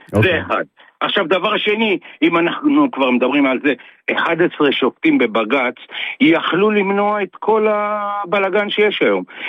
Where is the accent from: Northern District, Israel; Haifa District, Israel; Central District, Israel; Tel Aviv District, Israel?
Central District, Israel; Ra'anana; אני מרעננה. תשמע.